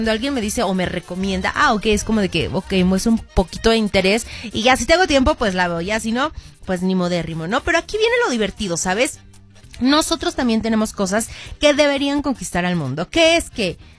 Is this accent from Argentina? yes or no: no; Mexico; en México les ponemos nuestro toque